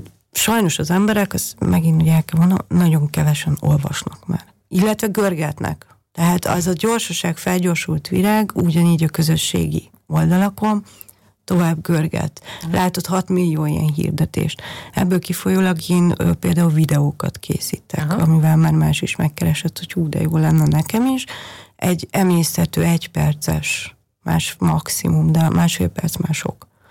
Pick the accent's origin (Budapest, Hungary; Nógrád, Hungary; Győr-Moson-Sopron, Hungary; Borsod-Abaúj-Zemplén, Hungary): Budapest, Hungary; also born or lived in Vienna / Germany; now in Steyr, Austria; furcsa pestiként ezt mondani, de ugye 9 évvel ezelőtt pedig kikerültünk egy kis faluba Németországba.